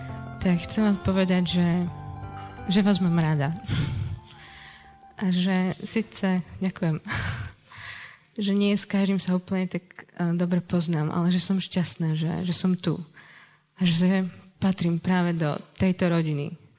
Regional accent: Liptovský Mikuláš, Žilina Region, Slovakia; ja som z Mikuláša, tam bol tiež gymnázium

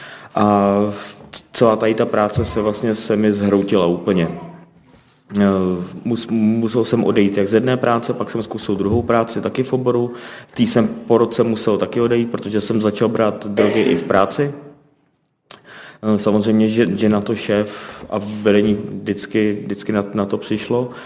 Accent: Benešov, Central Bohemian Region, Czechia; je mi 34 let, jsem z Benešova u Prahy

